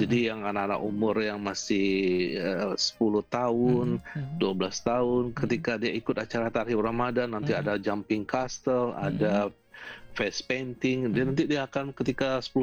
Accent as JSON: {"language": "Indonesian", "town": "Maninjau", "region": "West Sumatra", "country": "Indonesia", "tie": "born or raised there", "lives_now": "Sydney, Australia", "said": "Masih di Maninjau di Bayu."}